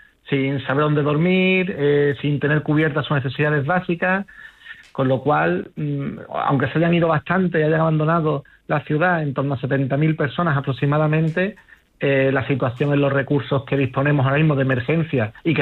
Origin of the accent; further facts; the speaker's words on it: Ceuta, Spain; yo personalmente como ceutí, como español, pues muy decepcionado con el gobierno.